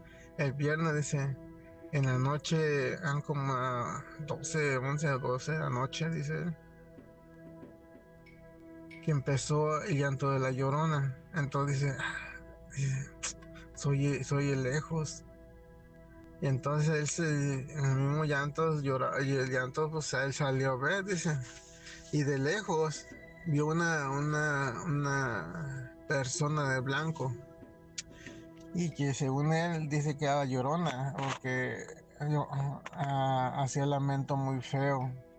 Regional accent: San Luis Potosí, Mexico; Yo vengo de... soy nativo de San Luis Potosí.

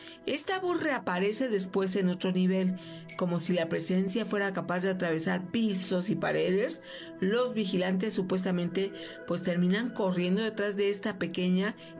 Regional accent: San Claudio, Puebla, Mexico; En el pueblo de donde yo soy, San Claudio, en Chignamguapan, Puebla, hay una cueva del diablo.

